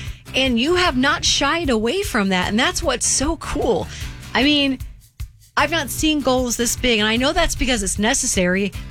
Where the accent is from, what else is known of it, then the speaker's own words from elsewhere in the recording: Texas, United States; You can tell that being a Texan, I've never had to say that before.